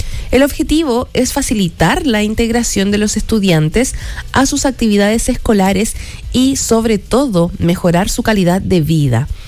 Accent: Chile

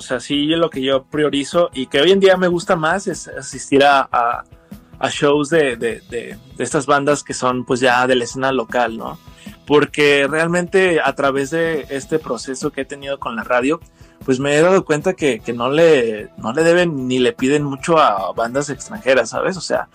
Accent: Mexico; la mala costumbre que tenemos como mexicanos

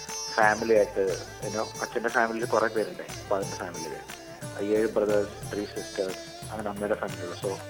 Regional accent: Chennai, Tamil Nadu, India; moved away; ഞാൻ കേരളത്തില് റിലീജിയൻ ആളല്ല, ഞാൻ ജനിച്ചതും വളരെയും ചെന്നൈയാണ്, പിന്നെ കുറെ നാൾ പുറത്തായിരുന്നു

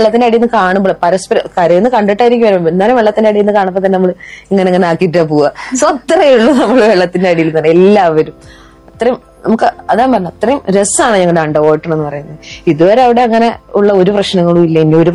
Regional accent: Pattambi, Kerala, India; born or raised there

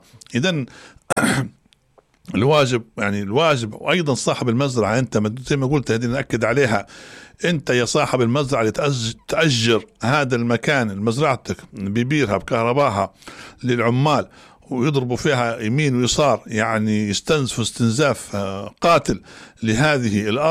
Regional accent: Libya; وحنا كنا كليبيين

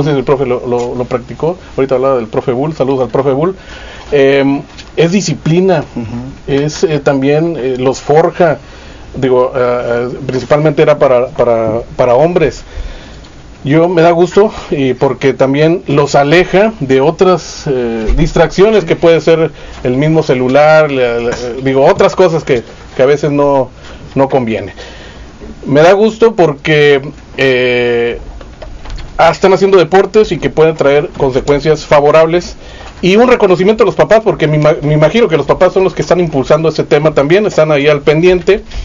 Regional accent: northern Mexico, Mexico; Es que así no somos los norteños

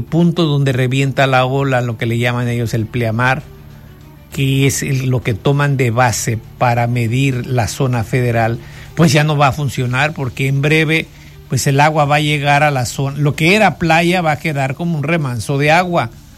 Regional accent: Vallecitos de Zaragoza, Guerrero, Mexico; Empieza ahí precisamente en Vallecitos. Y bueno, pues de allá viene el agua, señores, de allá de mi pueblo.

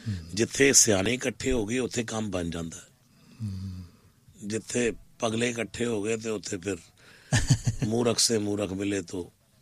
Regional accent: Delhi, India; born there; ਦੋ ਮੰਦਰ ਬਣਵਾਏ ਜਿੱਥੇ ਮੇਰਾ ਜਨਮ ਹੋਇਆ ਸੀ

